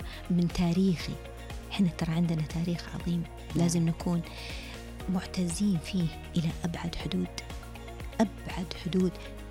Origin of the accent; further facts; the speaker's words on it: Saudi Arabia; من أين أنت، من أي بلد أنت؟ أقول لهم أنا سعودي، أنا سعودية.